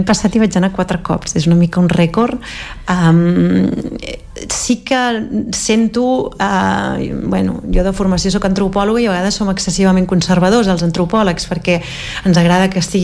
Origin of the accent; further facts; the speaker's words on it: Galicia, Spain; Soc de la Galícia, diguéssim, central, de l'interior